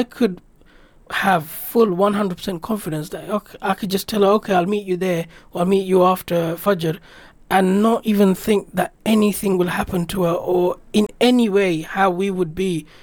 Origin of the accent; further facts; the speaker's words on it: United Kingdom; being a Brit, Arabic is not my first language.